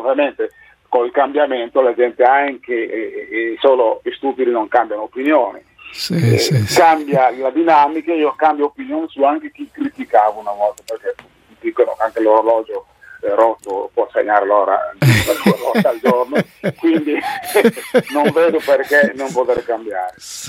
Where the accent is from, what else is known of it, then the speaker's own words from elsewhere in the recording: Guinea; questo a un certo punto mi ha portato ad essere persona non grata nel mio paese, sì, in Guinea, sì.